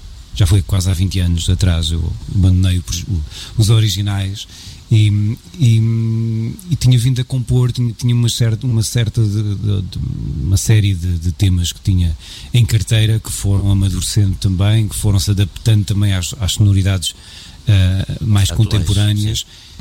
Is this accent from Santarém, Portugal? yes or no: yes; Abrantes, Santarém, Portugal; nós assumimos com muito orgulho que somos de Abrantes